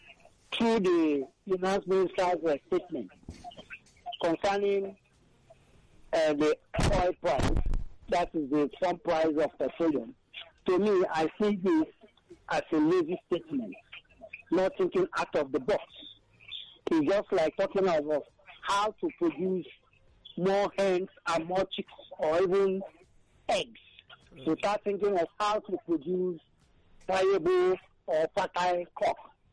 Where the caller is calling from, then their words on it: Abaranje, Ikotun, Lagos, Nigeria; I'm calling from Abanaje in Ekotu.